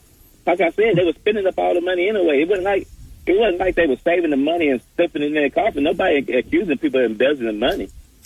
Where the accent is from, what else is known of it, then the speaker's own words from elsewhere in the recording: Center Ridge, Arkansas, United States; I know I'm from Center Ridge, and I got Center Ridge mad.